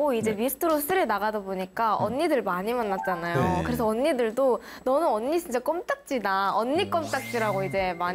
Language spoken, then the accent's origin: Korean; Busan, South Korea; now in Seoul, South Korea; 엄마가 원래 부산에서 이렇게 같이 살다가 저도 고향이 부산이니까